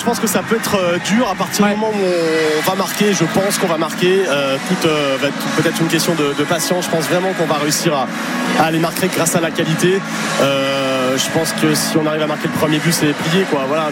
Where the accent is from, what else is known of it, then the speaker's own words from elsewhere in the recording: France; qu'on leur dit qu'on est français